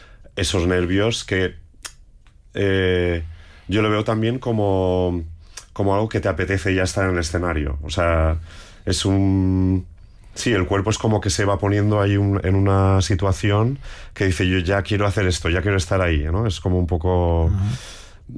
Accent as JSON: {"language": "Spanish", "region": "Balearic Islands", "country": "Spain", "moved": "as an adult", "lives_now": "Madrid, Spain", "said": "porque yo me fui de Mallorca, pues hará unos 25 años, sí, más o menos, sí, o alguno más. Y, o sea, ya llevo más tiempo fuera que en casa."}